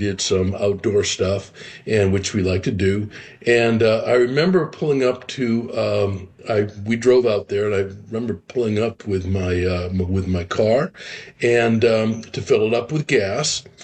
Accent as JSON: {"language": "English", "region": "California", "country": "United States", "said": "I'm from California"}